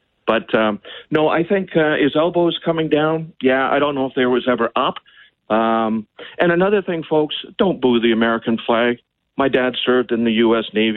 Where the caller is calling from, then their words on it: Canada